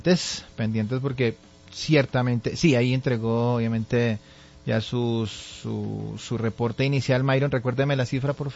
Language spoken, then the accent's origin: Spanish; Colombia; Para pesar de nosotros como colombianos, pues ya se ha entregado un primer balance